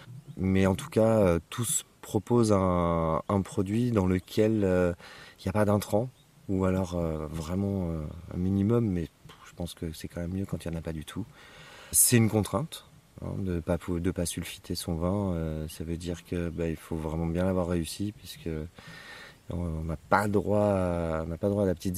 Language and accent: French; Provence-Alpes-Côte d'Azur, France; now in Bay of Mont-Saint-Michel, France; Je suis originaire du Var, qui n'a rien à voir